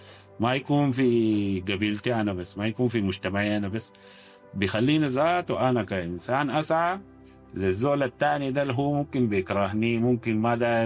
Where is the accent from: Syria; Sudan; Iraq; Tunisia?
Sudan; إحنا كسودانيين